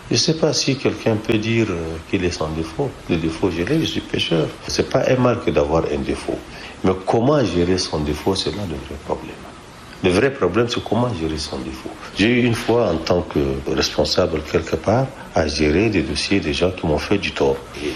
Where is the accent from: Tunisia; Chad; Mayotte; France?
Chad; Après tout, je suis tchadien, non, je leur appartiens tous.